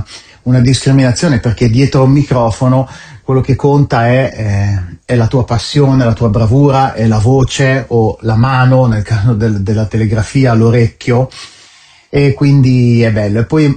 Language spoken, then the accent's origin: Italian; Porto Garibaldi, Emilia-Romagna, Italy; sono nato a Porto Garibaldi, in provincia di Ferrara